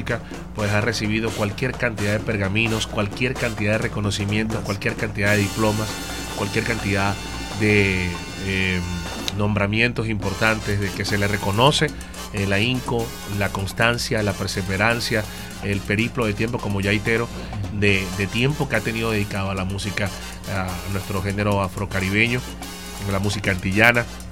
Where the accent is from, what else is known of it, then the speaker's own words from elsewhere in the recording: Ciudad Bolívar, Bolívar, Venezuela; en Ciudad Bolívar, debo decir con propiedad que nosotros somos oriundos de allá.